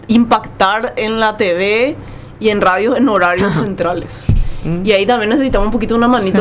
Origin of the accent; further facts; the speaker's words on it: Asunción, Paraguay; born there; moved away; also born or lived in the Paraguay–Brazil border; yo viví 10 años en la frontera, si bien nací en Asunción